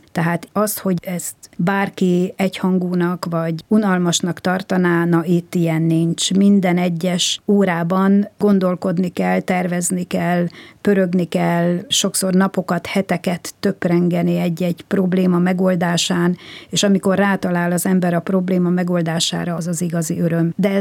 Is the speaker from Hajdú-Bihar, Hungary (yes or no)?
no; Mezőtúr, Jász-Nagykun-Szolnok, Hungary; born there; Ez a 63-as év, ez egy nagyon jó évjárat volt, és a Szenteste én születtem egyedül a Mezőtúri kórházban este 7 órakor.